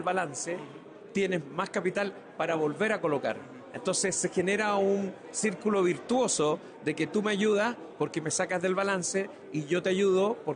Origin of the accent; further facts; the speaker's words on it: Spain; nosotros que somos españoles también